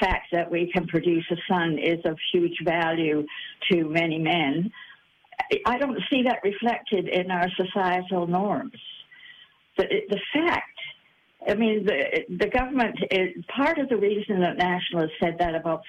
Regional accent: Canada; accent: Canadian; now in New Zealand; my accent is Canadian.

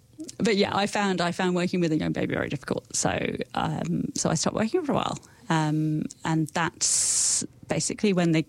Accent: United Kingdom; moved away as an adult; also born or lived in Christchurch; now in New Zealand; when I came to New Zealand, so I'm British originally.

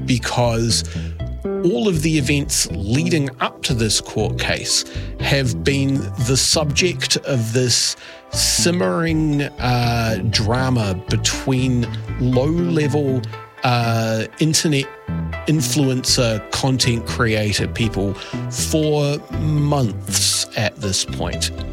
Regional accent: New Zealand; I am a New Zealander of a particular age, and a component of that is an element of cultural cringe.

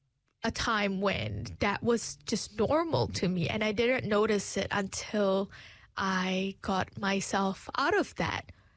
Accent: Malaysia; I'm from Malaysia. We never walk because it's hot.

